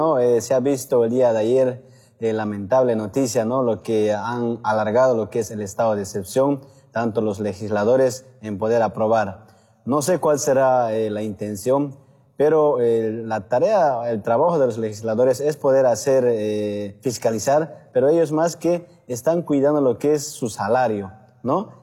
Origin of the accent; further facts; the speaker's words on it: Bolivia; nosotros como bolivianos